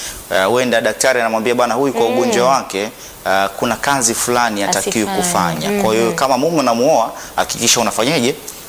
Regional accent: Songea, Ruvuma, Tanzania; born there; mimi sijakulia mjini, japokuwa nimezaliwa mjini, ila nimekulia pembezoni mwa miji. Nimekuwa zaidi kwa bibi.

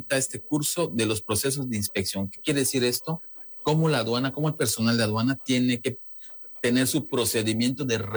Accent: Mexico; esto es lo que a nosotros como mexicanos consumidores pues nos blinda esta garantía

